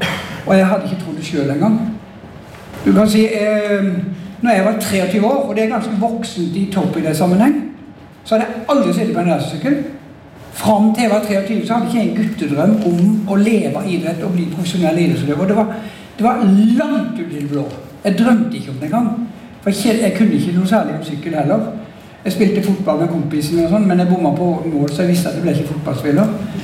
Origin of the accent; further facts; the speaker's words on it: Grimstad, Agder, Norway; Så de flyttet til Grimstad når han skulle begynne sin første jobb. Da var hun allerede gravid. Og jeg ble født når vi flyttet dit. Og der bodde vi på den skolen, en framhaldsskole, i de første 17 år av mitt liv.